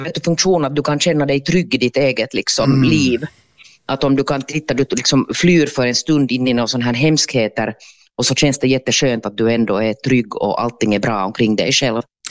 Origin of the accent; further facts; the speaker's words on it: Porvoo, Uusimaa, Finland; now in Helsinki, Finland; Jag var ju ganska nyinflyttad i Helsingfors, jag hade flyttat från Borgå